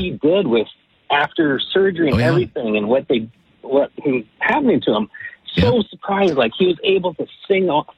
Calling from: Calgary, Alberta, Canada; Canadian. I'm from Calgary. Well, I'm coming from Calgary.

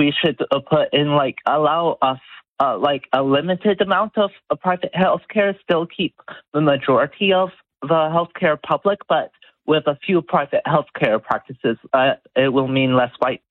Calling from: Cambridge, Ontario, Canada; Hello, I'm actually in Cambridge

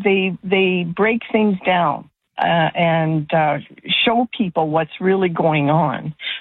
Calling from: Calgary, Alberta, Canada; I'm from Calgary

